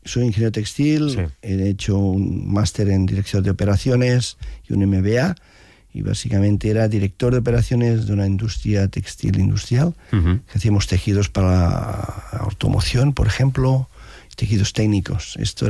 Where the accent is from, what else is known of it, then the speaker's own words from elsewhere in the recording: Arenys de Mar, Catalonia, Spain; que soy de Arenys de Mar